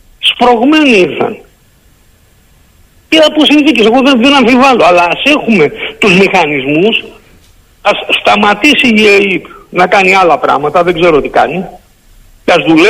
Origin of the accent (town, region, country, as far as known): Greece